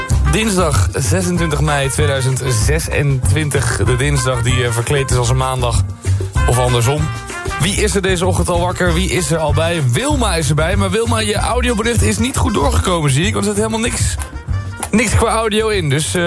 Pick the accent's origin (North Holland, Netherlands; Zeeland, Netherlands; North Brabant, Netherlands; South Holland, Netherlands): Zeeland, Netherlands; moved away; Ik kom oorspronkelijk uit Zeeland